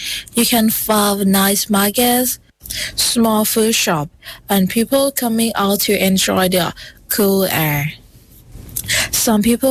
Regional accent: Gulf of Thailand coast, Thailand; my hometown is also near the sea, near the Gulf of Thailand.

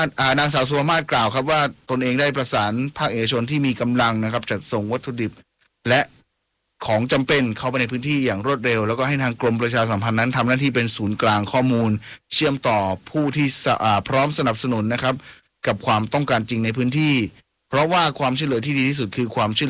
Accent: Southern Thailand, Thailand; เราเข้าใจดีในฐานะคนใต้นะ

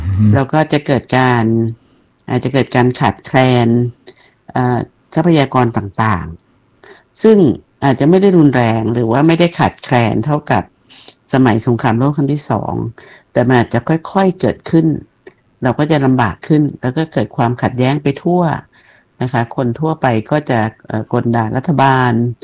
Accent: Nakhon Nayok, Thailand; now in Prachinburi, Thailand; ต้องรู้สึกว่าแบบที่นี่เป็นพื้นที่บ้านอยู่นครนายกแต่ว่ามาอยู่ปัจจีนจนกลายเป็นคนปัจจีนจริงๆ

